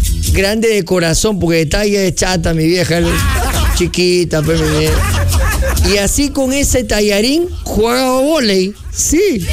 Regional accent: Mala, Lima, Peru; este lorito es de Mala, tamalero, chicharronero, platanero. Sí, mi Mala Hermosa, mi tierra hermosa.

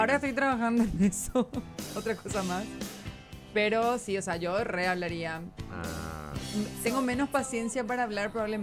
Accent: Coronel Oviedo, Caaguazú, Paraguay; yo soy de Coronel Oviedo, dato importante.

